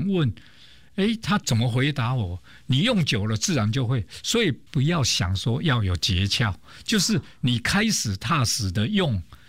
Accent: Kaohsiung, Taiwan; 基础功就是因为我来自于比较就是传统的家庭，高雄嘛，然后家里不是特别好

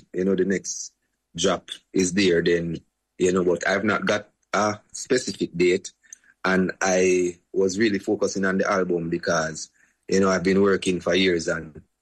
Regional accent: Jamaica; I'm going to represent this one word as a Jamaican, you know, because I guess people just often see the bad from it if they're not open-minded enough.

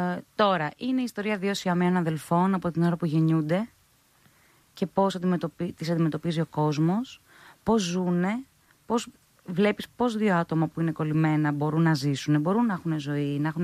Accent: Greece; Στέλνω μήνυμα, στέλνω email ότι … είμαι ηθοποιός από την Ελλάδα, δεν έχω manager, γιατί δεν έχουμε στην Ελλάδα.

